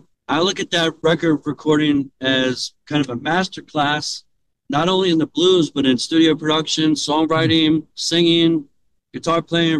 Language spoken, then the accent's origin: English; Philadelphia, Pennsylvania, United States; moved away as an adult; I grew up in Philly and I always wanted to go to the country.